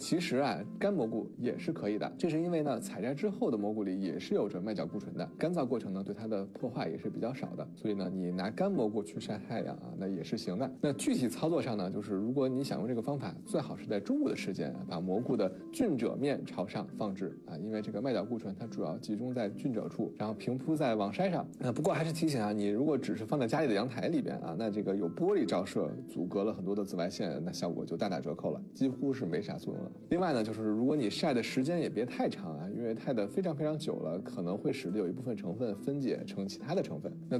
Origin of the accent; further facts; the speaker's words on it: China; 换成我们中国人的饮食习惯